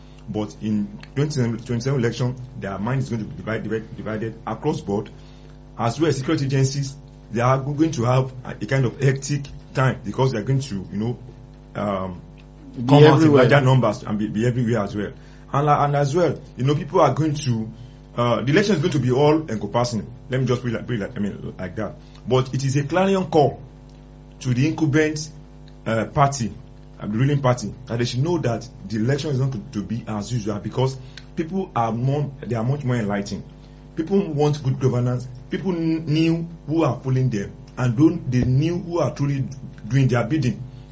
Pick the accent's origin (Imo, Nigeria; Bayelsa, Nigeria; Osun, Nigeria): Osun, Nigeria; I'm also from Osun State, Elisha Igbogi to be precise.